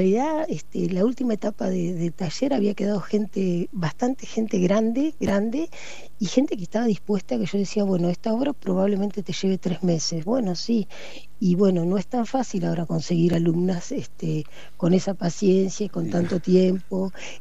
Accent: General La Madrid, Buenos Aires Province, Argentina; also born or lived in La Plata; now in City Bell, Argentina; Yo soy de General La Madrid

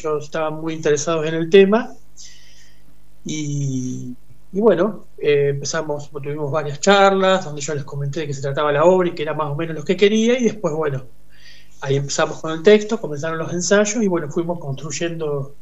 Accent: La Plata, Buenos Aires Province, Argentina; soy de La Plata

